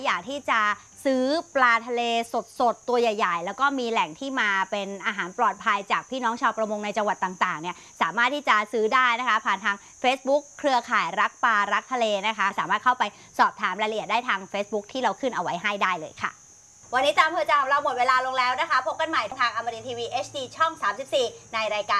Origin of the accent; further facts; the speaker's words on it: Southern Thailand, Thailand; ไม่ได้เราเป็นคนใต้